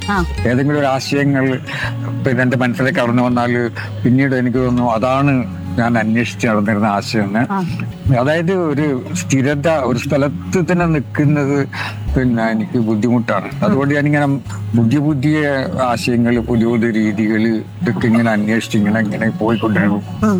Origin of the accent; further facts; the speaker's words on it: Mahe, Puducherry, India; കാരണം ഞാൻ നിലനിൽക്കുന്നത് അവിടെയാണ്, മയ്യഴിയിലാണ്. അവിടുന്ന് ജനിച്ചു വളർന്ന നാട് അവിടുന്നല്ലേ ഞാനായത്. ഇപ്പൊ ഞാൻ മലയാളത്തിൽ എഴുതുന്നു, ആ മലയാളം പഠിച്ചത് പോലും ഞാൻ മയ്യഴിയിൽ വെച്ചിട്ടാണ്.